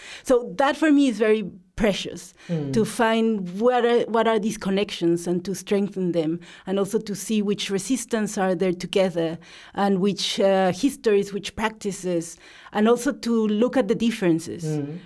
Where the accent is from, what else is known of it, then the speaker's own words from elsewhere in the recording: Mexico; growing up in Mexico